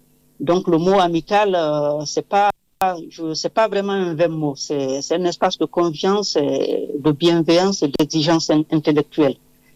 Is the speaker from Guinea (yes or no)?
yes; Guinea; D'abord, je suis d'origine de la Guinée, donc c'est un pays francophone.